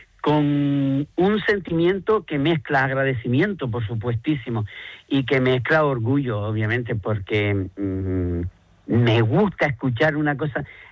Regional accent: Canary Islands, Spain; celebrar que somos canarios, celebrar que somos gran canarios

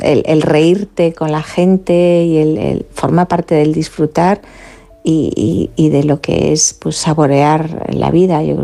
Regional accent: Galicia, Spain; La ironía, que yo que soy gallega, bueno, respiramos la ironía como parte del idioma, ¿no?

